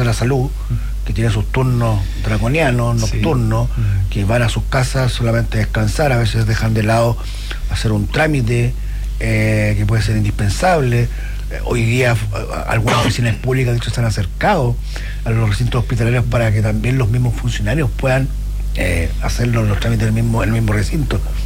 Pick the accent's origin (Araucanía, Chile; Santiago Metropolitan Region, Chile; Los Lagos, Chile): Araucanía, Chile; Temuco; now in Aysén, Chile; Yo vengo de Temuco, por ejemplo, que es una ciudad que hoy día tiene casi medio millón de habitantes.